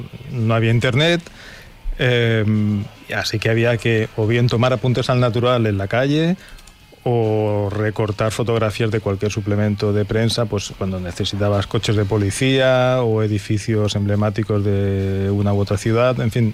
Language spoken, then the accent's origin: Spanish; L'Hospitalet de Llobregat, Catalonia, Spain; es que dibujaba mi ciudad y la ciudad vecina, yo soy de Hospitalet, pero estábamos tocando Barcelona.